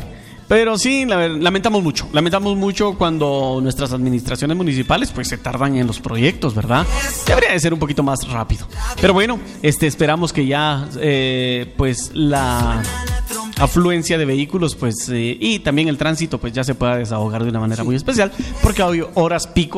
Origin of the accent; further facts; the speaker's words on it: Guatemala; expresiones que utilizamos nosotros acá en Guatemala